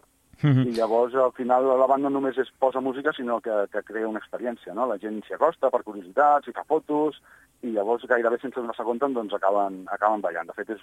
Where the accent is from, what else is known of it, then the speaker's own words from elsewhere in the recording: Cardedeu, Catalonia, Spain; Nosaltres som de Cardedeu